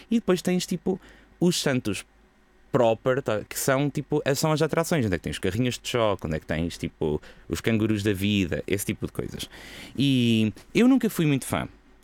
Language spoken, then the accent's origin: Portuguese; Chaves, Norte, Portugal; eu sou de Chaves